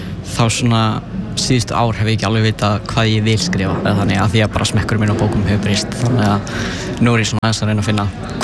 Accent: Vatnsnes, Northwestern Region, Iceland; Já, ég er frá Vatnsnesi.

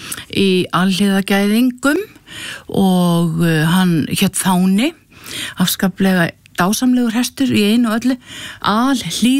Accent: Hvolsvöllur, Southern Region, Iceland; also born or lived in Rauðalækur / Djúpadalur; Ég að mestu leiti alinn upp á Hvolsvelli. Ég fædd á Rauðalæki Holtum, svo flýst ég í Djúpadal, svo flýst ég á Hvolsvell og svo á Sunnukvol sem rétt bara utan við Hvolsvöll

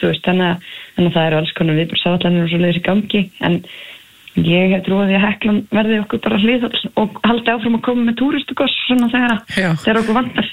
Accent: Landsveit, Southern Region, Iceland; also born or lived in Leirubakka; við alveg austur á Árbakka sem líka í Landsveit, neðustu bara í Landsveit.

